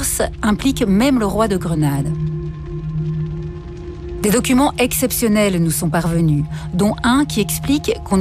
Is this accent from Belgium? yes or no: yes; Belgium; Et chez nous, en Belgique, sa mémoire se perpétue